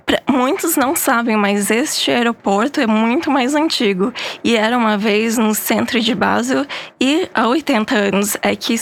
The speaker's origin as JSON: {"language": "Portuguese", "country": "Brazil", "moved": "yes", "said": "sim, eu sou do Brasil, não sou do quinto dos infernos."}